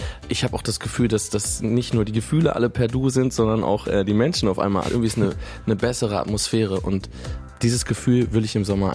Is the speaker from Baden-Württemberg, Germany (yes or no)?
no; Bremen, Germany; moved away; ich bin ja aus Bremen. Ich bin am Stadtrand geboren und für mich ist das natürlich eine andere Luft, einfach nach Hause kommen.